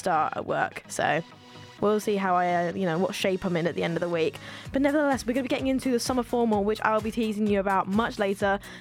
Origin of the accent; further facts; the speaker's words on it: London, United Kingdom; there's someone who has a little bit of beef with cyclists as a Londoner.